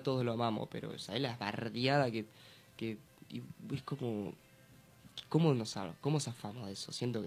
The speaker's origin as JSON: {"language": "Spanish", "country": "Argentina", "said": "Nosotros que somos argentinos"}